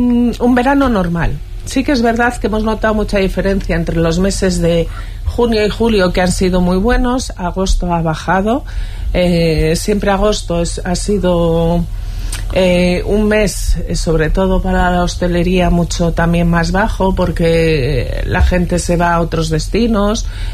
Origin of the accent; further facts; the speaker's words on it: Zarautz, Basque Country, Spain; Soy de Zarauz.